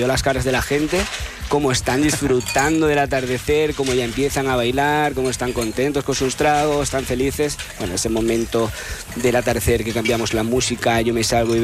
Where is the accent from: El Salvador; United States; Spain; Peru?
Spain; Casar de Cáceres, Extremadura; Yo soy extremeño. Extremadura por bandera, soy del Casar de Cáceres, guiño, guiño, de la torta del Casar.